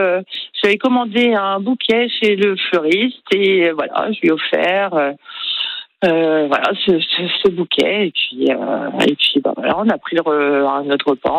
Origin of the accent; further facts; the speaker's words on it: Carhaix, Brittany, France; born there; je suis née à Carhaix.